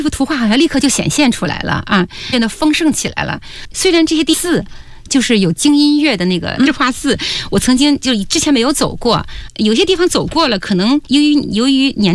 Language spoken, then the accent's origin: Chinese; Beijing, China; 作为北京人，与北京息息相关的一个，我读了很多很多这方面的书，